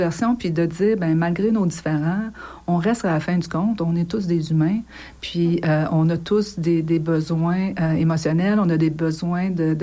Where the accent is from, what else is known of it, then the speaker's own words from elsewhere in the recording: Canada; moi, je viens du Canada